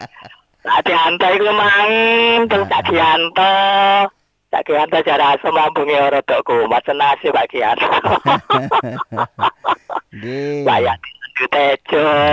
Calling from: Surabaya, East Java, Indonesia; salam kenal dari saya dari … dari Kota Surabaya

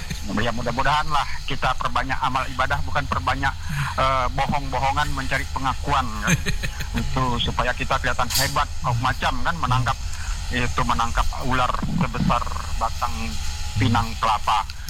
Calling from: East Kalimantan, Indonesia; Kami juga warga Kutai Barat ini

